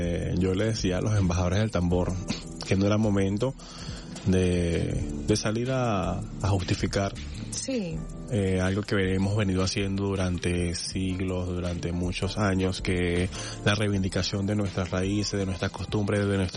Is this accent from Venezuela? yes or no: yes; Venezuela; nosotros como venezolanos